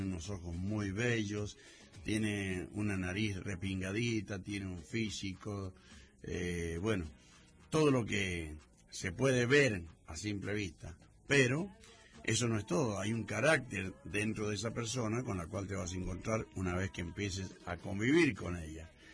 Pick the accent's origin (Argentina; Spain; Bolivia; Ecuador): Argentina